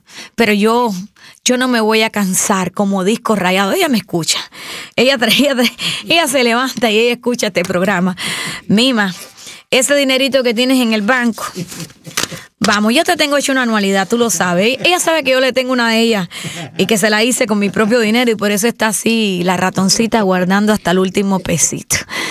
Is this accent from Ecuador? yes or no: no; Cuba; moved away; los niños de Cuba